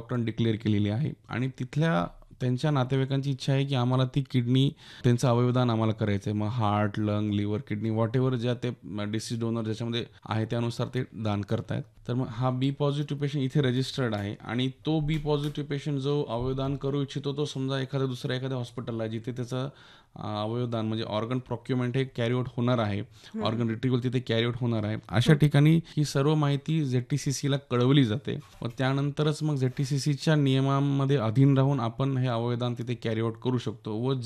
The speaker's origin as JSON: {"language": "Marathi", "town": "Renapur", "region": "Maharashtra", "country": "India", "tie": "born or raised there", "said": "मी मूळचा पाथरी तालुक्यातील रेणापूर हे माझं गाव आहे."}